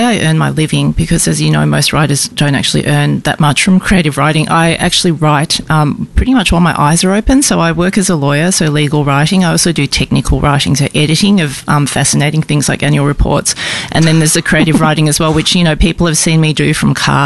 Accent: Warwick, Queensland, Australia; born there; also born or lived in Singapore; I was actually born overseas in Singapore, and the first place that we settled in when we came to Australia was rural Queensland

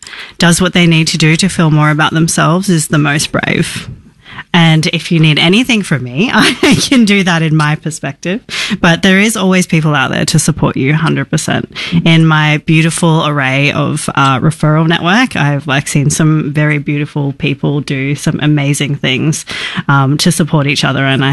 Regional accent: New South Wales, Australia; also born or lived in Brisbane, Queensland; now in Melbourne, Australia; I'm from Northern New South Wales and Brisbane.

